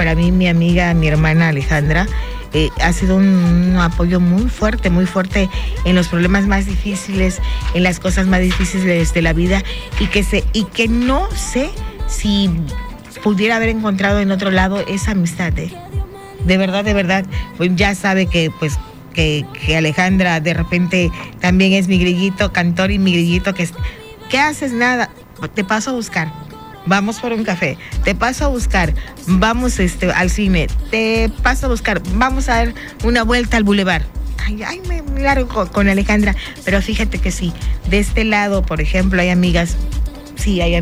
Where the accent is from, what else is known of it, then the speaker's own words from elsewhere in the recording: Oaxaca, Mexico; moved away; yo soy de Oaxaca